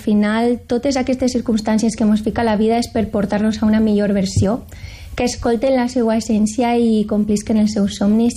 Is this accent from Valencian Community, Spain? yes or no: yes; Paiporta, Valencian Community, Spain; un festival que faran en el meu poble, en Paiporta, sobre la Dana